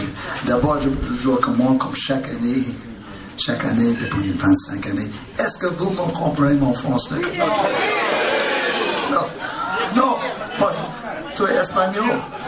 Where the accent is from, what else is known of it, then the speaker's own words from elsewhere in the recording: Île-de-France, France; accent: Parisian; tout le monde dit, j'ai un accent très parisien.